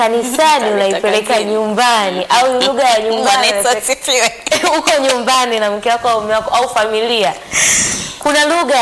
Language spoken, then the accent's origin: Swahili; Tanzania; Mimi na wewe sisi ni Watanzania, tunaongea Kiswahili.